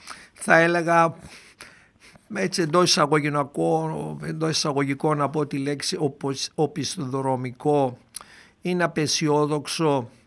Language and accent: Greek; Doirani, Central Macedonia, Greece; moved away; στο χωριό μου στη Δοϊράνη στο Κυλκής